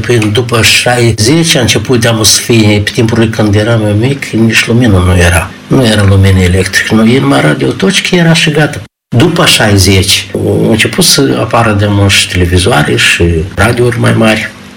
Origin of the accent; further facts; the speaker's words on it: Rusești, Chișinău, Moldova; born there; Eu nu departe de Chișinău m-am născut, în Rusești, noi, lângă Chișinău.